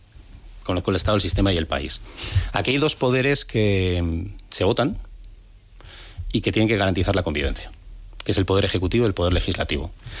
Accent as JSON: {"language": "Spanish", "town": "San Sebastián", "region": "Basque Country", "country": "Spain", "lives_now": "Madrid, Spain", "said": "yo cuando llegué de Donosti a Madrid"}